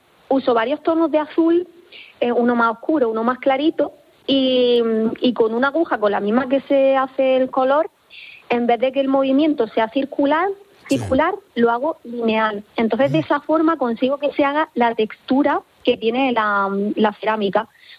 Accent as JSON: {"language": "Spanish", "town": "Almería", "region": "Andalusia", "country": "Spain", "said": "soy de Almería, aunque llevo muchísimos años aquí, y el mar siempre me ha llamado mucho."}